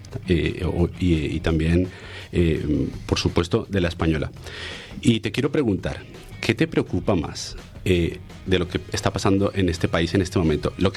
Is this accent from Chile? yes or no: no; Colombia; now in Spain; yo soy colombiano.